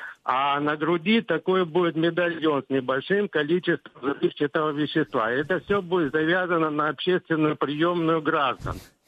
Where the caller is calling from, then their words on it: Krasnodar, Krasnodar Krai, Russia; из Краснодара, постоянный слушатель.